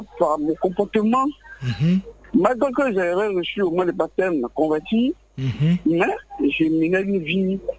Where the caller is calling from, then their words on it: Aboboté, Abidjan, Côte d’Ivoire; Ça va. Je suis appelé d'Aboboté.